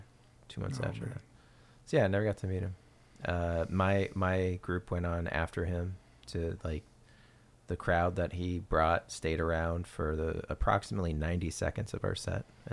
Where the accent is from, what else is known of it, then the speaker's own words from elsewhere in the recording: Pacific Northwest, United States; I was from the Northwest